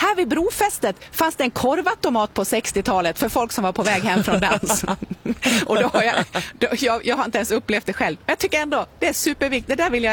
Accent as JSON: {"language": "Swedish", "town": "Malung", "region": "Dalarna County", "country": "Sweden", "tie": "born there", "said": "Till exempel när jag rör mig hemma i Malung"}